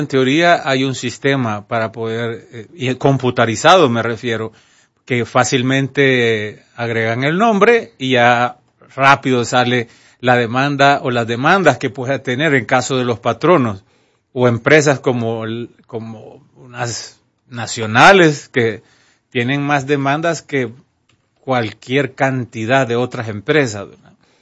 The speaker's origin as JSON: {"language": "Spanish", "country": "El Salvador", "moved": "yes", "lives_now": "Honduras", "said": "a los salvadoreños, nos dicen guanaco, ¿verdad?"}